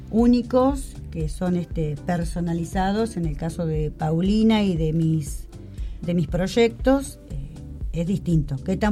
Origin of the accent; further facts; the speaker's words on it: Argentina; Somos muy, muy argentinos, muy argentinas.